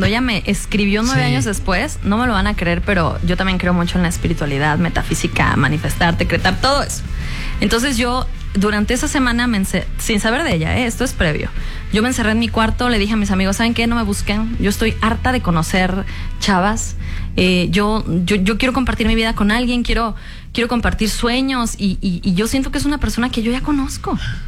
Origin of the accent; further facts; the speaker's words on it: Ángel R. Cabada, Veracruz, Mexico; moved away; also born or lived in Xalapa, Veracruz; Yo soy de un pueblito en Veracruz que se llama Ángel R. Cavada, Veracruz.